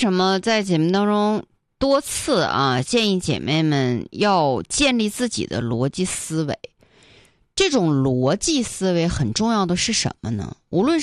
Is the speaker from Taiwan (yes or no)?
no; Northeast China, China; 俺们东北话说